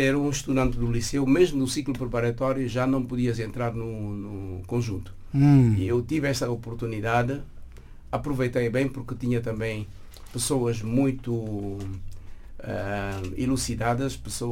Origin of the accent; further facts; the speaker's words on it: Tite, Quinara, Guinea-Bissau; born there; also born or lived in Bissau; Eu nasci em Tite. Aliás, nasci num dos bairros de Tite, Yussi.